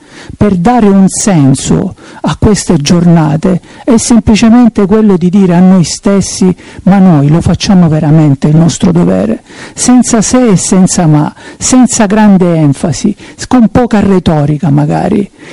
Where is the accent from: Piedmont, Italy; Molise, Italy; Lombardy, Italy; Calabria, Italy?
Calabria, Italy; Reggio Calabria; io vengo da Reggio Calabria